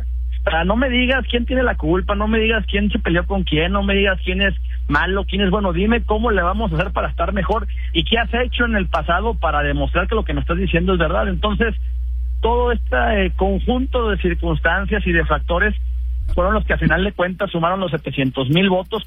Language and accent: Spanish; Coahuila, Mexico